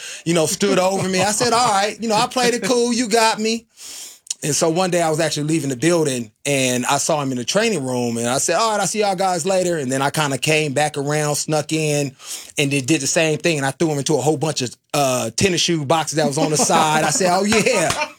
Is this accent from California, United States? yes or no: yes; Oakland, California, United States; He knows I'm from Oakland. He always gives me a hard time.